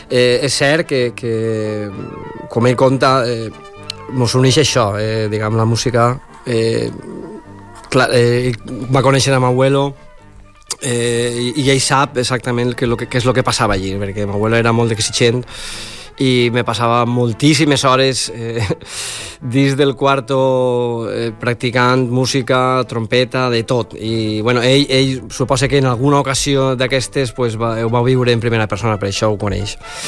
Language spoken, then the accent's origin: Catalan; Valencian Community, Spain; la banda del meu poble, del Buixec